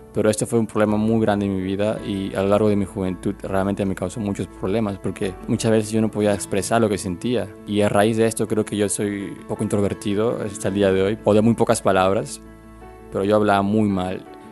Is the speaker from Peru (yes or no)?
yes; Peru; no pude pasar mi examen de manejo porque en mi país, en Perú, para poder pasar nuestro examen de manejo tenemos que pasar una prueba de colores.